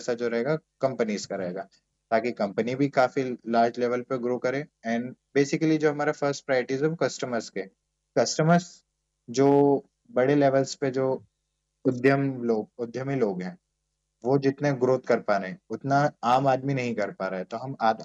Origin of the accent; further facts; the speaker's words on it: Khandwa, Madhya Pradesh, India; और खंडवा बेसिकली मेरा home town भी है, इसलिए मैं कंपनी की शुरुआत मेरे होम टाउन से ही करना चाह रहा था।